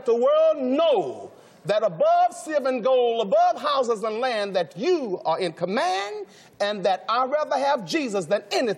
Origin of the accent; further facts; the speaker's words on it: Macon, Georgia, United States; moved away; being from my hometown, Macon, Georgia, where I'm from a little boy